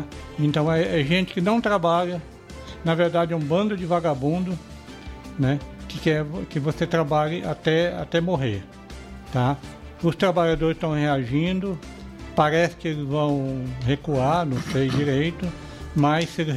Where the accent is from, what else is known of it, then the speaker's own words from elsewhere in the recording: João Pessoa, Paraíba, Brazil; eu sou lá de João Pessoa